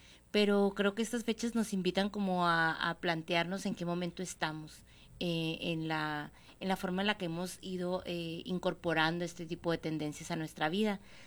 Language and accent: Spanish; Santana, Colombia; Yo soy de Santana y en Santana hay una página que se llama Santana a través de mis pasos.